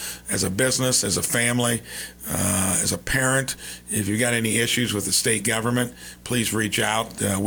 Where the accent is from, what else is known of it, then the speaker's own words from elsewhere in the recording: Batesville, Indiana, United States; many places like Batesville. In my hometown, I never imagined Deaconess just bought our hospital.